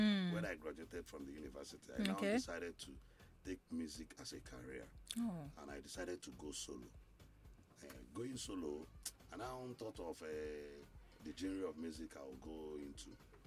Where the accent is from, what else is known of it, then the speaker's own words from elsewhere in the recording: Onitsha, Anambra, Nigeria; I was from Onitsha-Ado Kingdom, from Anambra State, Nigeria, to be precise.